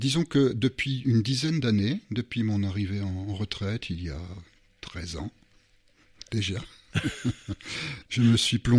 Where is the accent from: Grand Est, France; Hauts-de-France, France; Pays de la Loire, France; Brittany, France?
Grand Est, France; first language Luxembourgish (Moselle Franconian); French is a second language; Je suis au sud de Metz, dans l'ancien canton de Pange, au bord de la rivière délicieusement nommée l'Agnée française.